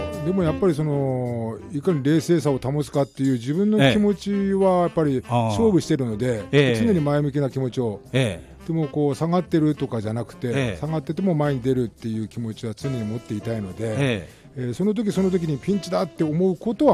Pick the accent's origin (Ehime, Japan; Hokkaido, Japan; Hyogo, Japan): Hokkaido, Japan; Kimobetsu; 出身は阿武田郡の肝別町という小さな町出身です。